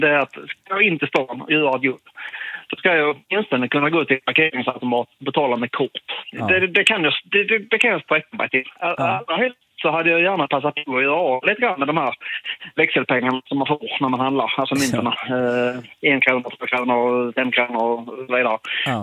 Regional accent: Sweden

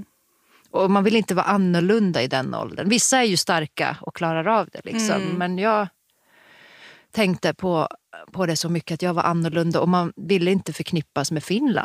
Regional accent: Haparanda, Norrbotten County, Sweden; Alltså det har ju alltid varit liksom också, var kommer du ifrån? Haparanda. Ja, men du låter inte som det.

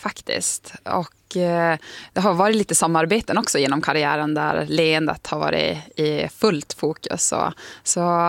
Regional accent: Tärendö, Norrbotten County, Sweden; moved away; Men däremot när jag bodde hemma i Tärende, så då hälsar man ju på alla. Det var en mindre

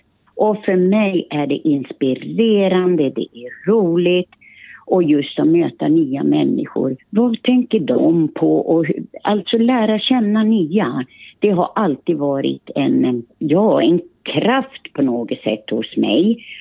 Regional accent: Finland; born or raised there

